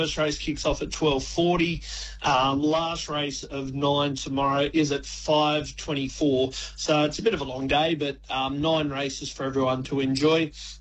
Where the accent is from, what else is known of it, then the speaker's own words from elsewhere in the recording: Parkes, New South Wales, Australia; I'm from Parks.